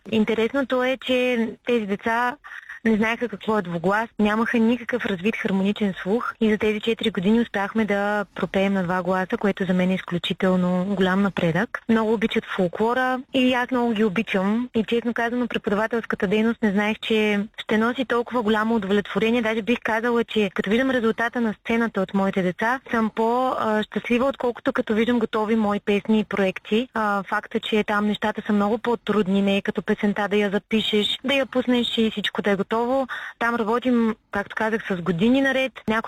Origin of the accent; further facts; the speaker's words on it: Kostandovo, Pazardzhik Province, Bulgaria; от град Костандово съм родом.